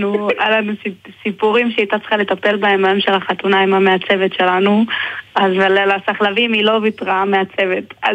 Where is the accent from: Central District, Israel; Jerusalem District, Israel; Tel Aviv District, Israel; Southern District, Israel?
Southern District, Israel; Arad; אני בעיקרון מערד ואביטל ממחולה. אז בערך כל הארץ מפרידה בינינו